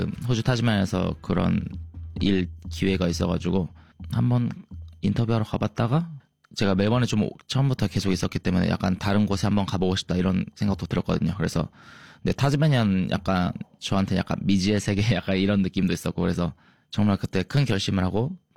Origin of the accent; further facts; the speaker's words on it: South Korea; also born or lived in Australia; 근데 하지만 저는 한국에서 자라왔기 때문에 그런 맛 경험들이 다 제 기억 속에 있기 때문에